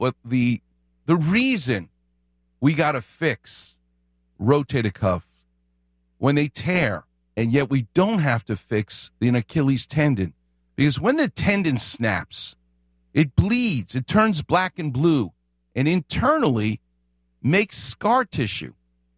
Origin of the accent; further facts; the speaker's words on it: Queens, New York, United States; I'm from Queens.